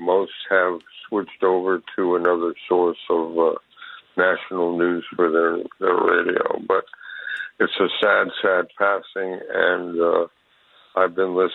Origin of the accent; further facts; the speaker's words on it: New London, Connecticut, United States; He did an interview in my hometown, which was New London, Connecticut, in 1958